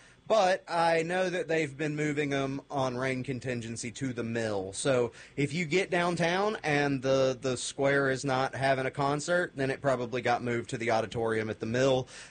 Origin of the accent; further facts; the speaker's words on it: Kentucky, United States; I'm a kid of the 90s and the 2000s. You know, I grew up in that era. And when I was a kid growing up in Western Kentucky